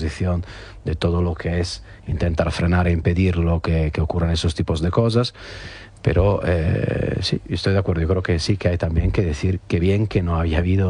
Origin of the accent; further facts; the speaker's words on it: Italy; Spanish is a second language; now in Spain; siempre pienso también en mi país, en Italia.